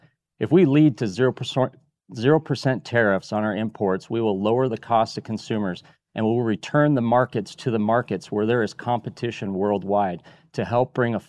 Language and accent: English; Havre, Montana, United States; I grew up on the High Line out of Havre, Montana. I own a farm that was my grandfather's. I'm a fourth-generation Montanan